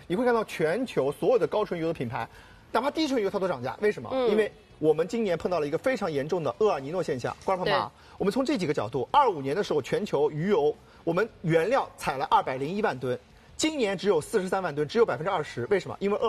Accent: China; 我们中国人

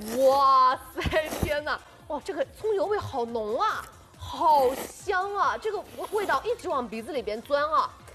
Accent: North China, China; 因为的话其实我作为一个北方人，我吃面条很挑的

